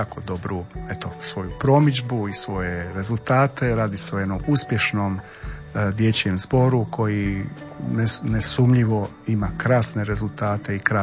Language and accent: Croatian; Split, Split-Dalmatia County, Croatia; Ja sam rođen u Splitu i kao dijete uzorne obitelji, 80-ih, si morao odlaziti u glazbenu školu